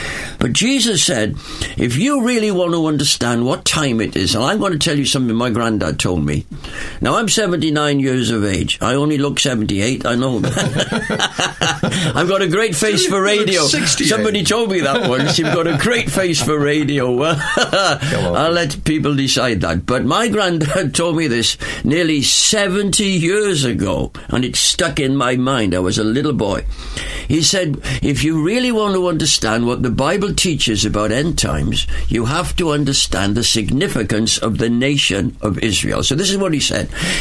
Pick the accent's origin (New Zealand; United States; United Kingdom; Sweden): United Kingdom; Wales; accent: Welsh; Well, I'm Welsh, if you can't tell that from my Welsh accent. So as a Welshman